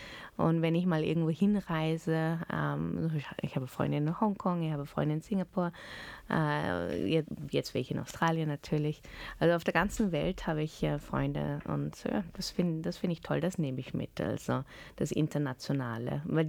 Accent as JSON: {"language": "German", "town": "Port Harcourt", "country": "Nigeria", "tie": "born or raised there", "also_born_or_lived": "Lagos", "said": "Und dann haben sie gefragt, wo ich aufgewachsen bin. Habe ich gesagt, eben Port Harcourt, Lagos und so weiter."}